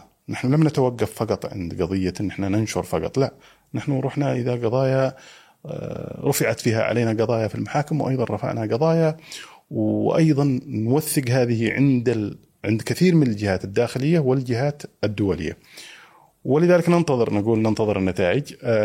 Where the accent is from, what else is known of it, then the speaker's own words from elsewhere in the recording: Saudi Arabia; born there; فطبعا أنا من مواليد السعودية في 1974، لأن والدي كان في تلك الفترة في السعودية